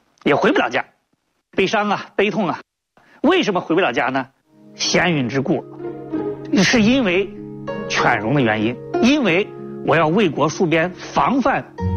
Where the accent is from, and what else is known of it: China